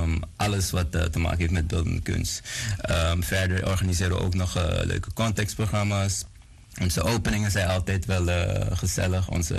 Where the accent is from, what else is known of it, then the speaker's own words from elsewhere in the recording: Suriname; moved away as an adult; now in Netherlands; Ik geboren getogen in Suriname. 18-jarige leeftijd naar Nederland gekomen om te studeren.